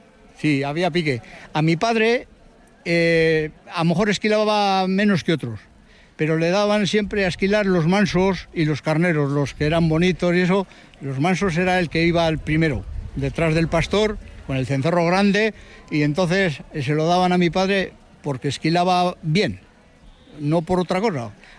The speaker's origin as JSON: {"language": "Spanish", "town": "Brieva de Cameros", "region": "La Rioja", "country": "Spain", "tie": "born or raised there", "said": "Que soy de aquí de Brieva de Cameros, nacido y me he criado aquí toda la vida y estamos por conservar la tradición."}